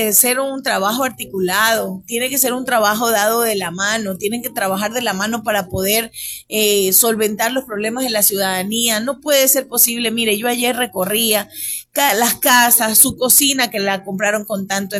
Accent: Esmeraldas, Ecuador; nosotros como esmeraldeños

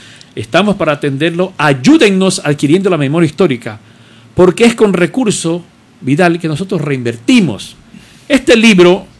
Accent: Esmeraldas, Ecuador; es lindo escribir de la historia esmeraldeña, saber qué ha pasado con nuestra gente, saber de dónde venimos

